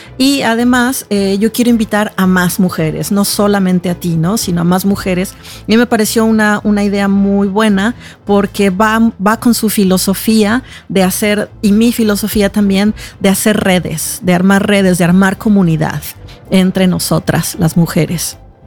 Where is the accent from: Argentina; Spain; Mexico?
Mexico; now in Norway; pues no solo soy mexicana